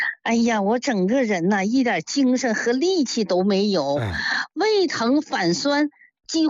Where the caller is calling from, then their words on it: Qiqihar, Heilongjiang, China; 我家是齐齐哈尔的。